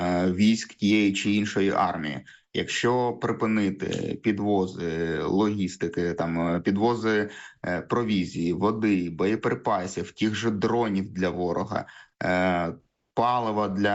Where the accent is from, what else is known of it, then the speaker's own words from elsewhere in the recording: Luhansk, Luhansk Oblast, Ukraine; moved away as an adult; Не те, що я з Луганської області, я особисто з міста Луганськ.